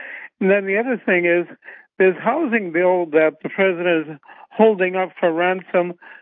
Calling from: Fargo, North Dakota, United States; From Fargo.

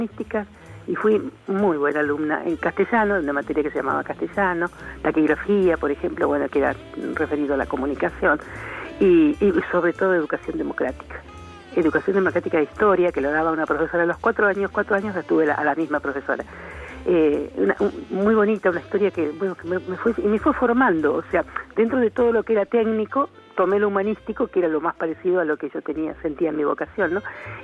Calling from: Chascomús, Buenos Aires Province, Argentina; de Chascomús.

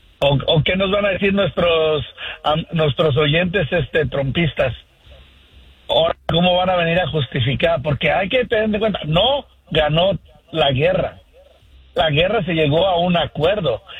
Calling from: Sacramento, California, United States; Buenos días, Andreina, aquí de Sacramento.

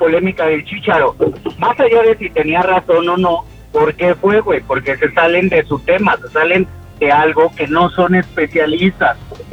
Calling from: Apatlaco, Mexico City, Mexico; De Apatlaco, capital del mundo.

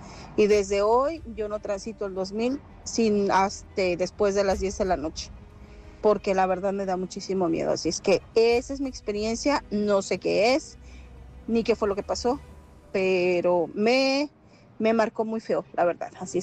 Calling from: Rosarito, Baja California, Mexico; a donde yo vivo en Rosarito, que era en la Lucio Blanco en ese tiempo

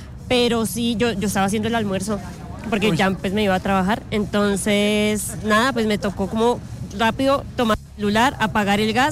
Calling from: Mosquera, Cundinamarca, Colombia; Pues yo vengo desde el municipio de Mosquera.

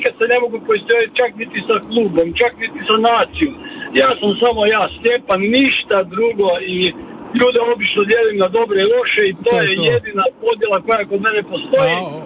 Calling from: Karlovac, Karlovac County, Croatia

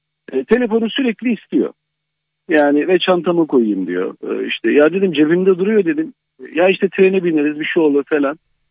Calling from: Istanbul, Turkey; İstanbul'dan arıyorum ben.

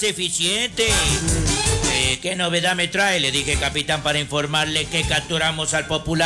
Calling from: Túquerres, Nariño, Colombia; Pues yo soy de Tuquerres.

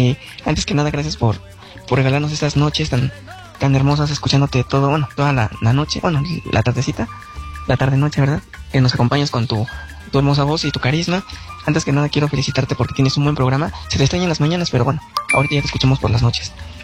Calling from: Mexico; soy ahora sí que tu radio escucha, el número uno, porque pensamos vecinos también vivo en San Felipe de Jesús

